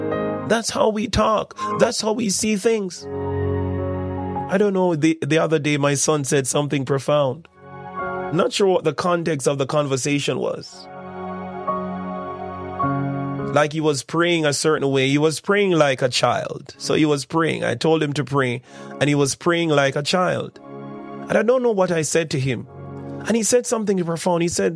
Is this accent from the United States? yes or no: no; Jamaica; A lot of us as Jamaican men, I'm speaking for myself, we don't like to use recipe books.